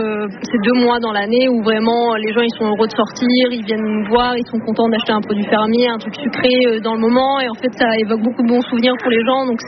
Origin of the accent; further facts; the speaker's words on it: Nouvelle-Aquitaine, France; j'ai 25 ans, je suis originaire de la Dordogne et je me suis réinstallée du coup en Dordogne